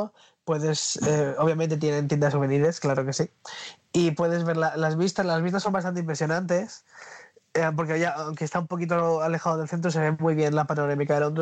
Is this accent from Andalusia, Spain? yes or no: no; Murcia, Region of Murcia, Spain; yo soy de Murcia.